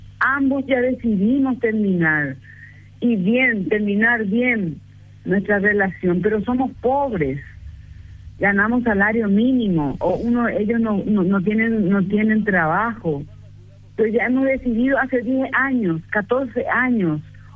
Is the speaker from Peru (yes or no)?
no; Paraguay